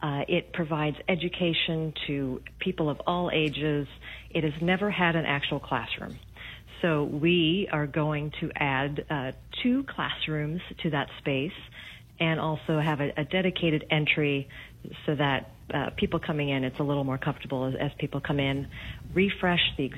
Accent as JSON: {"language": "English", "region": "Illinois", "country": "United States", "tie": "born or raised there", "said": "I grew up in the Chicago suburbs"}